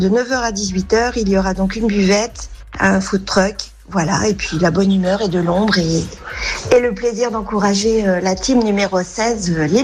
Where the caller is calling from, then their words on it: Centre-Val de Loire, France; j'habite à Vigné